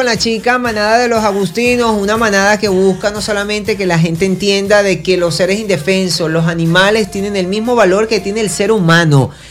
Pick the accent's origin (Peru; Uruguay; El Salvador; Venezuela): Venezuela; me independicé a los 17 años como buen venezolano que soy